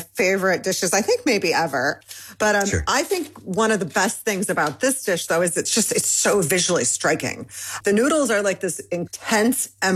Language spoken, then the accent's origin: English; Michigan, United States; I'm Iranian-American. I grew up in Michigan, but my dad and my mom's from Michigan. She was born and raised there. But my father is Iranian.